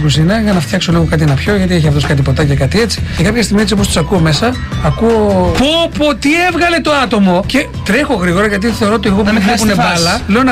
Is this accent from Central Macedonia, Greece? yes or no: yes; Thessaloniki, Central Macedonia, Greece; είμαστε από τη Θεσσαλονίκη